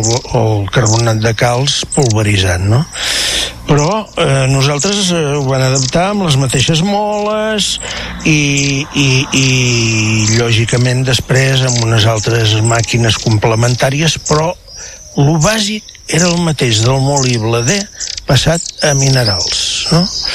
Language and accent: Catalan; La Riera de Gaià, Catalonia, Spain; born there; el molí de la Torre, que és allà on jo vaig néixer i treballar durant uns 8 anys